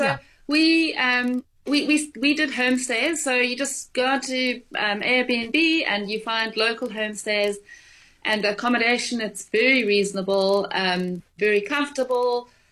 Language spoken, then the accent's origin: English; South Africa; as a South African